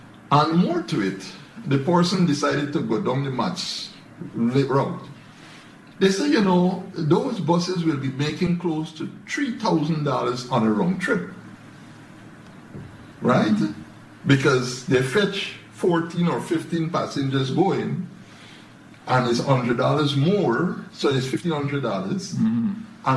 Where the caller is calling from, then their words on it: Mahaica, Demerara-Mahaica, Guyana; I hail from Mahaika. I live at Mahaika. Not really from Mahaika, but I've been living there for 50 years.